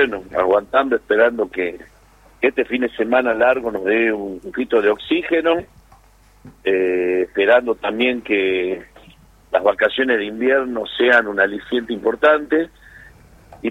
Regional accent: Argentina

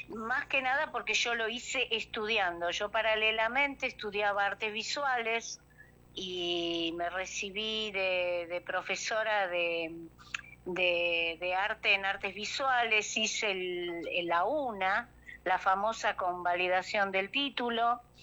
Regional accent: Olavarría, Buenos Aires Province, Argentina; moved away as an adult; Yo empecé en Olavarría, yo soy de Olavarría, de las tierras de Dante Montero.

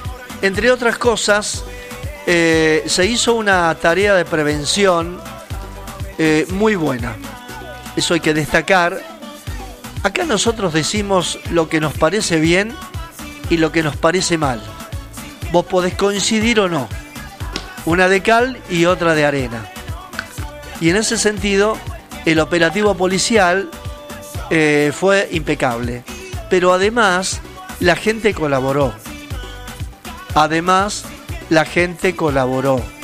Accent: Argentina; somos todos argentinos.

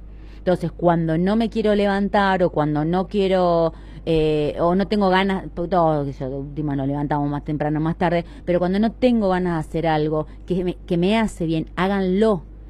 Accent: Argentina; somos argentinos

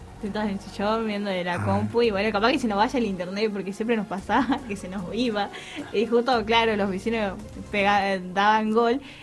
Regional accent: Santa Cruz, Argentina; moved away; En mi caso, de donde yo vengo, bueno, la gente que sabe, yo vengo desde Santa Cruz

